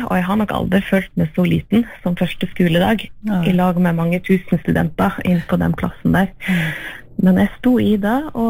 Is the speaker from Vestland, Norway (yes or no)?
yes; Hafslo, Vestland, Norway; born or raised there